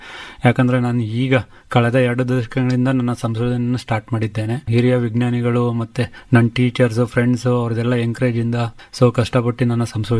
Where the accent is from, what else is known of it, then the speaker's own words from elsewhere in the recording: Mysore, Karnataka, India; ನಾನು ಮೂಲತಃ ಮೈಸೂರಿನವನು. ಮೈಸೂರು ಅದು ಪಡ್ವಾರಳ್ಳಿ ಅಂತ ಒಂದು ಗ್ರಾಮ ಇದೆ, ನಾನು ಅಲ್ಲೇ ಹುಟ್ಟಿದ್ದು, ಅಲ್ಲೇ ಬೆಳೆದಿದ್ದು.